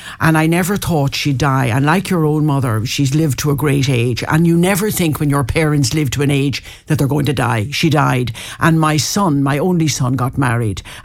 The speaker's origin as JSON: {"language": "English", "town": "Foxford", "region": "County Mayo", "country": "Ireland", "tie": "born there", "said": "No, I was not. I was born in Foxford in Mayo."}